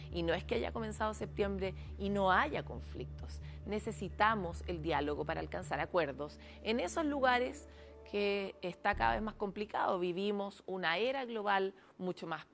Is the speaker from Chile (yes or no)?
yes; Chile; En septiembre todos somos chilenos y chilenas.